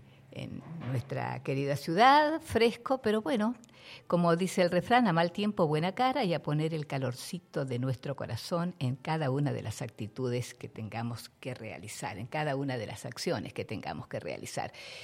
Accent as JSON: {"language": "Spanish", "country": "Argentina"}